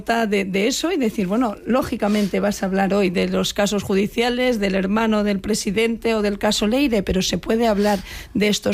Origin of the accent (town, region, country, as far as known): Spain; now in Madrid, Spain